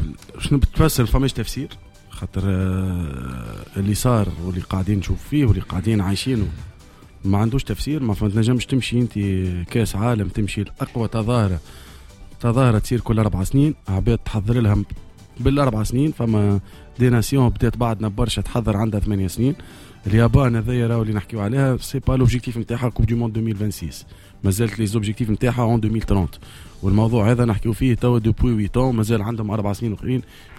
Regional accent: Tunisia; also born or lived in Morocco; نحن كتوانسه يمسنا في كرامتنا،

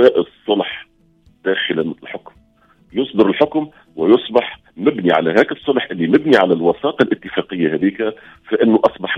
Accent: Tunisia; انا مثلا تونسي

